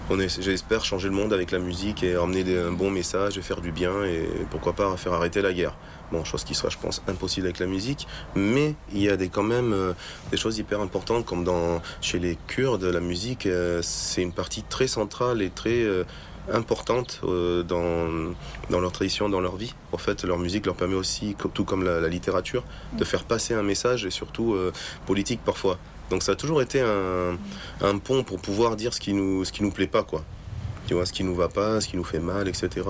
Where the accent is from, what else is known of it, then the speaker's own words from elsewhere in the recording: France; also born or lived in Middle East; je suis français. Mais comme j'ai vécu au Moyen-Orient et j'étais bercé par les années 90